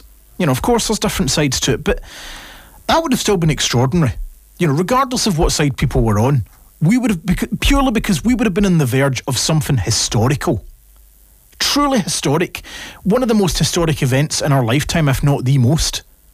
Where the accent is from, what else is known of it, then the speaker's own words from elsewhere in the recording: Scotland, United Kingdom; I'm Scottish, I'm sorry, but I'm Scottish.